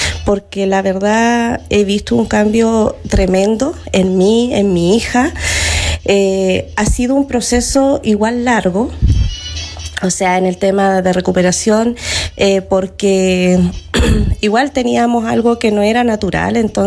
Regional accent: Combarbalá, Coquimbo, Chile; Soy de acá de Combarbalá.

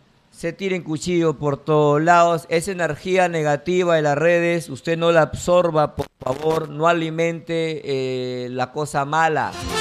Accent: Peru

